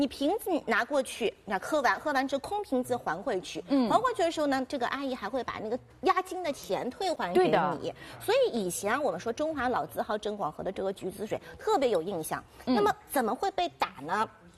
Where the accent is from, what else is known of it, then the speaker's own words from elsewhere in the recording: Nanshi District, Shanghai, China; 俺两个的小辰光都是南市区的